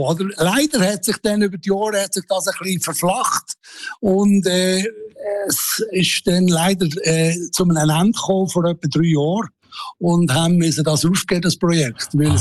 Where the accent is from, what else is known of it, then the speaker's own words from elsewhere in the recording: Switzerland; now in South Africa; ich als Schweizer muss ein bisschen Hügel haben